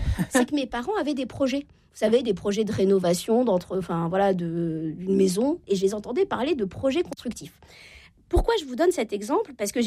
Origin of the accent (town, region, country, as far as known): Normandy, France